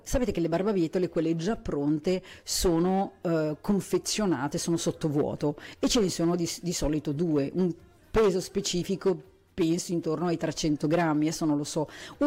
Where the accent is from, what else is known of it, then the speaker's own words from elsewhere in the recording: northern Italy, Italy; anch'io che sono una polentona